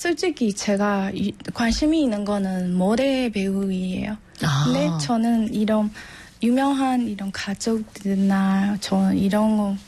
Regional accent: Shan State, Myanmar; Korean is a second language; 고향이에요. 네. 고향은 우리 샨쪽에

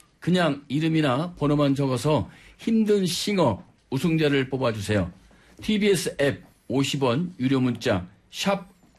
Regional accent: Daejeon, South Korea; born there; 저는 대전.

